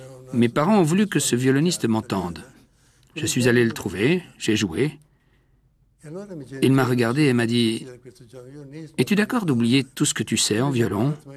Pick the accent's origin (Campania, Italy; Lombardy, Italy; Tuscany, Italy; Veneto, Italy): Lombardy, Italy; Ponte sul Mincio; French is a second language; also born or lived in Barletta; Je suis né à Barletta en 1914. La guerre a éclaté, j'étais bébé. Mon père a été rappelé et nous sommes allés dans un petit village nommé Ponte sul Mincio, près du lac de Garde.